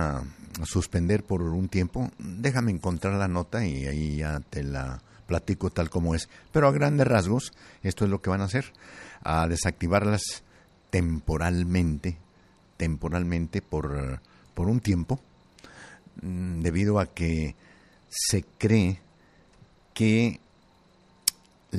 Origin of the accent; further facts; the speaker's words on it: Zacatecas, Mexico; solamente menciona arriba Tlatelango, mi tierra. Porque no sé si muchos de ustedes no sepan que yo soy de Zacatecas.